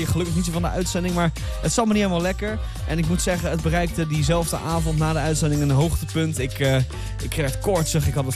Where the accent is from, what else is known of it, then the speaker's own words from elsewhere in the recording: Netherlands; Want ik ben toch een Hollander.